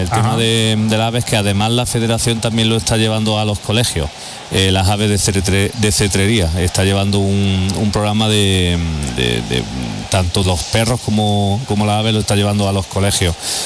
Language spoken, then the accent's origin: Spanish; Jaén province, Andalusia, Spain; somos la provincia de Andalucía con mayor número de extensión en parques naturales.